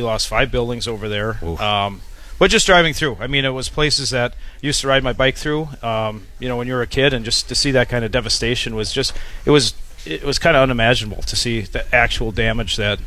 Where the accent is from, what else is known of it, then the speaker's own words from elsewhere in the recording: Menasha, Wisconsin, United States; I've been born and raised in Menasha my whole life. I've lived here thinking, you know, I must be living under a rock.